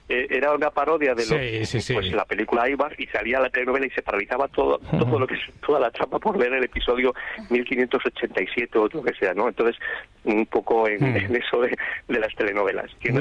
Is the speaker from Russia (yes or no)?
no; Tórtoles de Esgueva, Castile and León, Spain; now in Alcalá, Spain; Mira, estoy en Alcalá, es un culebrón ya en sí, pero yo soy de Tórtola de Greba, de Burgos, y te mando un saludo de nuestra tierrilla.